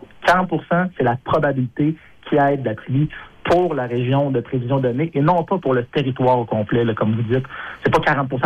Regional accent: Quebec, Canada; chez nous au Québec

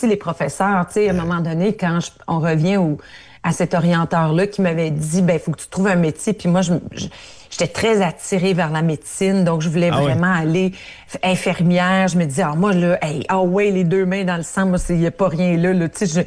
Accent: Ontario, Canada; Moi, je viens de l'Ontario, ou je viens de l'Ontario francophone, encore pire

